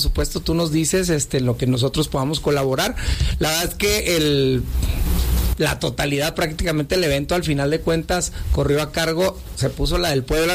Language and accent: Spanish; Mexico